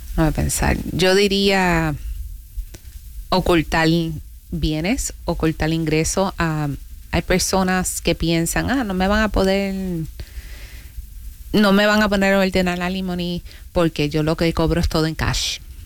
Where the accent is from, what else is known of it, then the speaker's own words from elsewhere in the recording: Puerto Rico; now in Florida, United States; Soy la primera puertorriqueña, hispanohablante, conocedora de la cultura latina que se está postulando para una posición de juez en el condado de Pinellas y Pasco County.